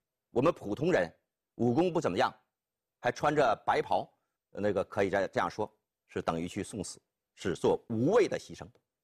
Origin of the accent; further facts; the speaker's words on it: China; 我们中国人呢心目当中